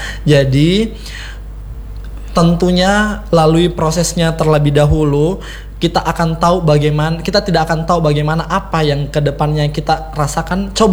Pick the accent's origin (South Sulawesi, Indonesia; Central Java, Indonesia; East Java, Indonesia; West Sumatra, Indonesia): South Sulawesi, Indonesia; Di sini saya sebagai putra Sulawesi Selatan 2026.